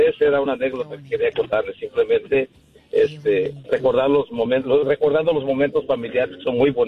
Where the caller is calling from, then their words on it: Houston, Texas, United States; de Houston.